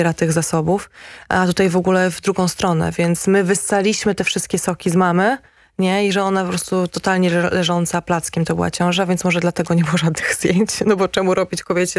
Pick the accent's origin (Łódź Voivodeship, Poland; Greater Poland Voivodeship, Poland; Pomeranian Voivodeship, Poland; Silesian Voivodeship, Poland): Pomeranian Voivodeship, Poland; Gdańsk; Ja w ogóle jestem z Gdańska